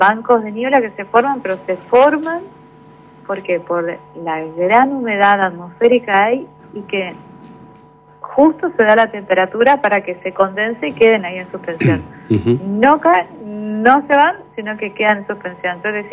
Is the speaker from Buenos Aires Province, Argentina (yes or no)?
no; Mercedes, Corrientes, Argentina; born there; now in Corrientes, Argentina; Yo soy nacida en Mercedes y cada vez que me voy a visitar a mi familia le digo, yo me voy en verano